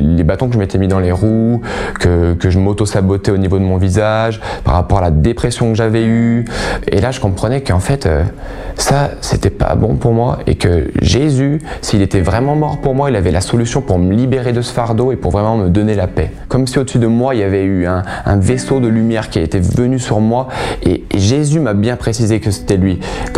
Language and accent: French; Oyonnax, Auvergne-Rhône-Alpes, France